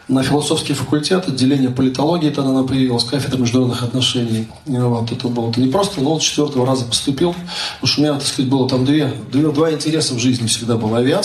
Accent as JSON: {"language": "Russian", "region": "Moscow", "country": "Russia", "tie": "born or raised there", "said": "Я коренной москвич, и мне обычно говорят, не говори никому, что ты москвич. Нет, ребят, я коренной москвич, так сказать, для меня это важно, потому что этот город меня воспитал"}